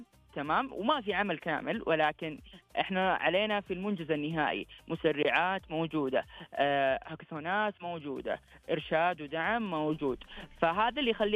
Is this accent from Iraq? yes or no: no; Saudi Arabia; هذا حلم لنا، احنا كسعوديين راح ننشر ثقافتنا للكل